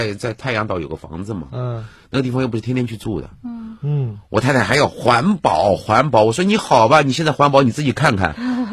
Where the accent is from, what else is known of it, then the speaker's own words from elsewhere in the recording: Yunnan, China; 我也是云南人嘛。